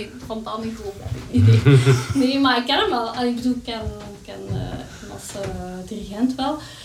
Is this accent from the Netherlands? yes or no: no; Flanders, Belgium; Ik ben ook van Oost-Vlaanderen.